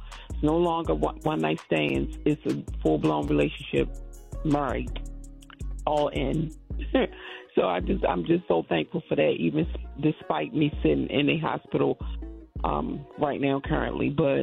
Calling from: Maryland, United States; I'm calling from Maryland.

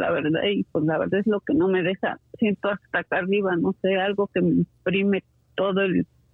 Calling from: Los Angeles, California, United States; De aquí de Los Ángeles.

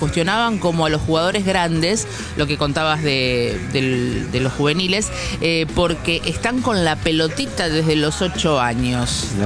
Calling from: Los Polvorines, Buenos Aires Province, Argentina; Buenos días, Tomás y equipo … de Los Polvorines, excelente programa

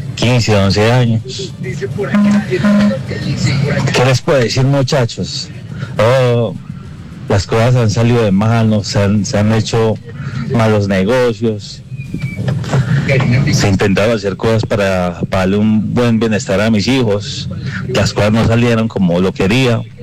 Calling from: Armenia, Quindío, Colombia; de Armenia.

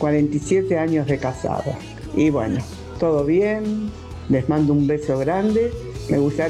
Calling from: Buenos Aires, Argentina; de Paternal.

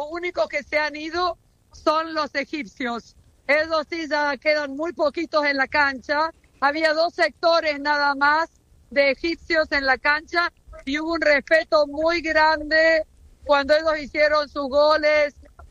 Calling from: Argentina

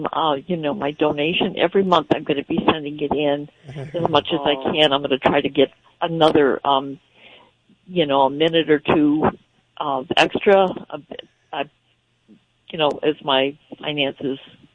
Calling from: Romulus, Michigan, United States; I'm from Romulus.

